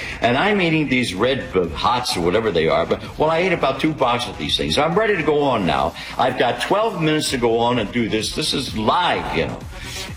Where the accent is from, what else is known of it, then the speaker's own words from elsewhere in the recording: Philadelphia, Pennsylvania, United States; a kid that I grew up with in South Philly, a lot of Italian kids, thought it was Bobby De Niro.